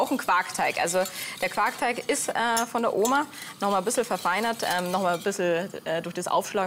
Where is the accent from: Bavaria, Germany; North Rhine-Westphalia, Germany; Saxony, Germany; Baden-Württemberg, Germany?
Bavaria, Germany; Landshut; Also in Niederbayern. Ich bin gebürtig aus Landshut